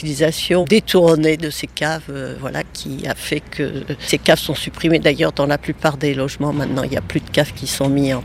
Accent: Pays de la Loire, France; moi je suis originaire d'Anjou

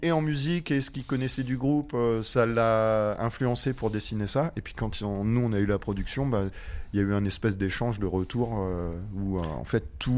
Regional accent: France; On n'est pas éthiopien, on est... On est français

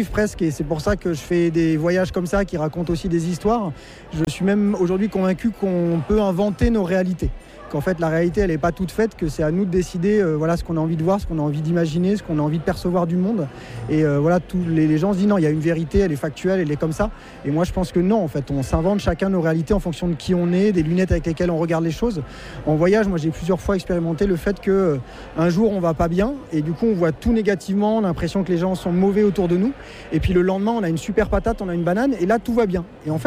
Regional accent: Auvergne-Rhône-Alpes, France; on est très ancré nous chez nous en Savoie

